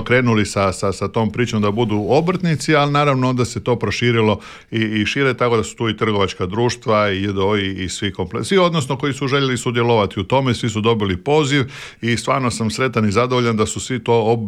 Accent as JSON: {"language": "Croatian", "area": "Lošinj", "region": "Primorje-Gorski Kotar County", "country": "Croatia", "said": "kod nas na Lošinju."}